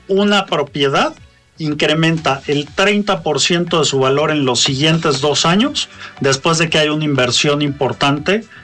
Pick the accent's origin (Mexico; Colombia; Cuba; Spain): Mexico; Puebla; los que somos poblanos